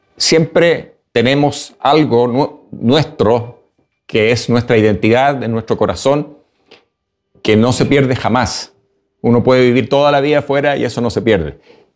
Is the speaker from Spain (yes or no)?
no; Chile; moved away as an adult; now in Norway